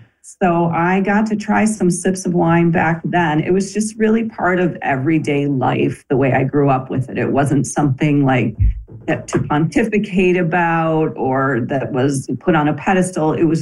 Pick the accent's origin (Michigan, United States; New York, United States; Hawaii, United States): Michigan, United States; I am first generation Italian American. I grew up in Michigan